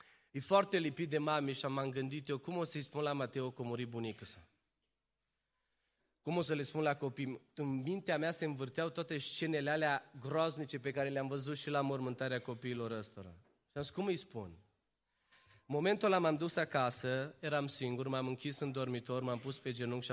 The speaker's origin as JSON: {"language": "Romanian", "country": "Romania", "said": "Pentru faptul că noi am zis așa ca români, întotdeauna trebuie să mai consulți un al doilea medic"}